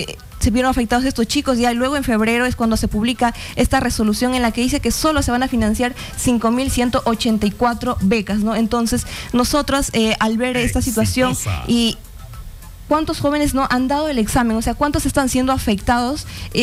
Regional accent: Cajamarca, Peru; Bueno, yo soy de Cajamarca, ¿no? Y soy también, al igual que mi compañera, la primera generación de mi familia, ¿no?, que puede acceder a la universidad.

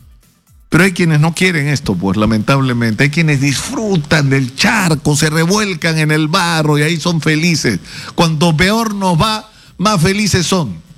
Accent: Peru

